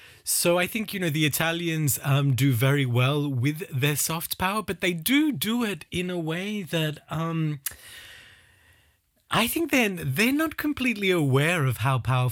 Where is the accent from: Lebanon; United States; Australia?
Australia; I grew up in Australia.